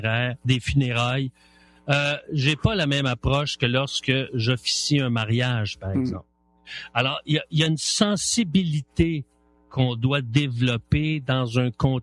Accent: Laval, Quebec, Canada; Moi, je savais pas, je viens de Laval.

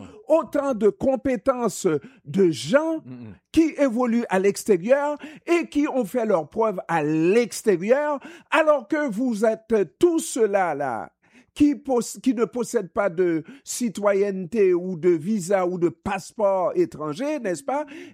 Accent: Haiti; Je suis haïtien, je suis né haïtien et je sais ce que ce pays a fait pour moi, n'est-ce pas? Et moi, je sais ce que je dois à ce pays-là.

